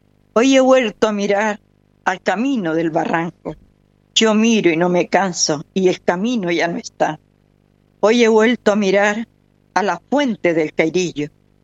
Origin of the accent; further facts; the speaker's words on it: Canary Islands, Spain; born there; yo nací en esa zona, en el Lomito Coneja